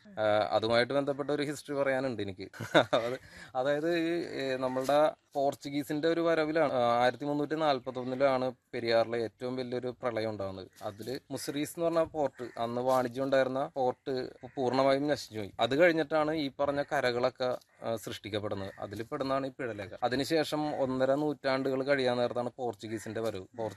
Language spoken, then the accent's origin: Malayalam; Kerala, India; ഞാൻ ജനിച്ചു വളർന്ന ഇവിടെ തന്നെയാണ്.